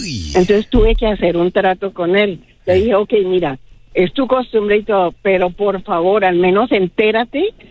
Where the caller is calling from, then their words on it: Colombia; yo soy colombiana.